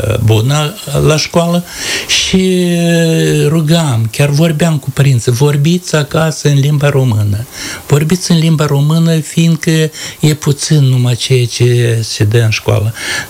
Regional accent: Tiraspol, Transnistria, Moldova; Dar noi spunem, sunteți din România? Zicem, da, din România. Dar din ce oraș sunteți? Din Tiraspol.

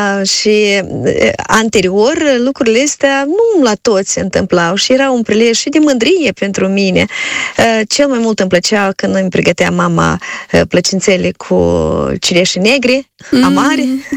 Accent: Șoldănești, Șoldănești District, Moldova; eu sunt din Șoldănești, nu satul Glegeni, dar chiar din Șoldănești.

